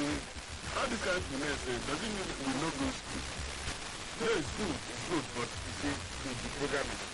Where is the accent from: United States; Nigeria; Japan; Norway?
Nigeria; Calabar, Cross River; I grew up at Calabar